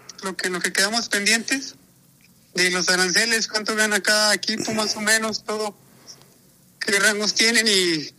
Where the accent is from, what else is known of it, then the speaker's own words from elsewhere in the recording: Mexico; Somos muy cálidos, los mexicanos somos muy cálidos, somos fiesta por dentro.